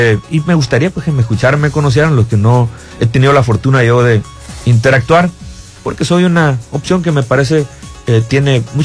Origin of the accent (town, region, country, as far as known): Angostura, Sinaloa, Mexico